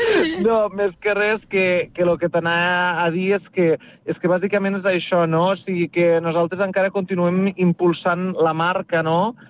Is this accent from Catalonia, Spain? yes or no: yes; Mollerussa, Catalonia, Spain; el meu poble i jo tinc molta estima al meu poble i a la meva gent i a la meva terra d'aquí